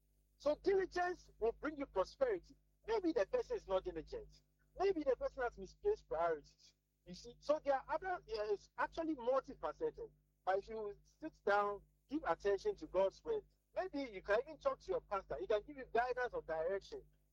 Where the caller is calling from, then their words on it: Tema, Greater Accra, Ghana; calling from Tema.